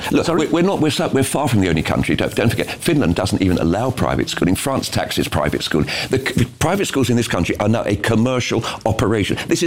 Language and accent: English; London, United Kingdom; I was brought up in West London.